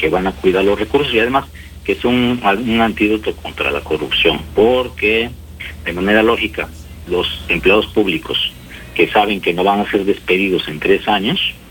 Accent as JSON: {"language": "Spanish", "town": "Tijuana", "region": "Baja California", "country": "Mexico", "said": "Por ejemplo, yo te soy uno de Tijuana. Mira, en Tijuana el municipio tiene al año 11,000 millones de pesos, ¿ok?"}